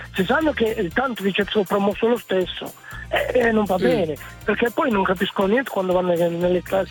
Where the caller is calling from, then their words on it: Milan, Lombardy, Italy; Io chiamo da Milano.